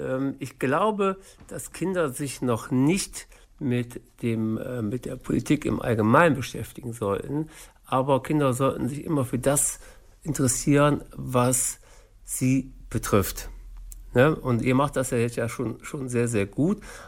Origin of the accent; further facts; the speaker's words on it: Grefrath, North Rhine-Westphalia, Germany; ich bin 49 Jahre alt, ich bin gebürtiger Grefrather. Das heißt, schon meine Großeltern wurden hier geboren